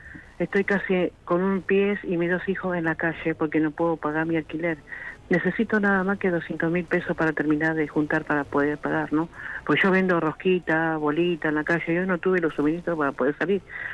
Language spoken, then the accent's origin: Spanish; Villa Rosa, Buenos Aires Province, Argentina; Yo acá de Villa Rosa soy.